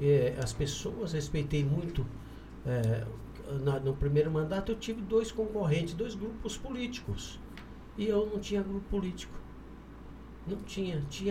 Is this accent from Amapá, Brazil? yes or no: no; Paraná, Brazil; moved away as an adult; also born or lived in Primavera do Leste; now in Porto Alegre do Norte, Brazil; eu sou paranaense. Meus pais vieram de Minas, vieram plantar café no Paraná. Eu nasci no ano de 1961, na agricultura familiar. Criei na agricultura familiar